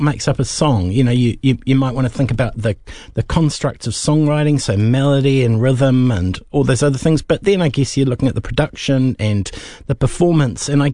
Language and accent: English; Timaru, Canterbury, New Zealand; like Radio Caroline growing up in Timaru as a child on, you know, AM easy listening radio.